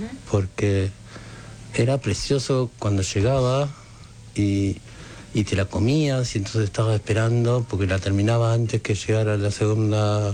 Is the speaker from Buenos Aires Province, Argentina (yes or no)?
yes; Varadero, Buenos Aires Province, Argentina; yo soy de Varadero, cerca de San Antonio de Areco.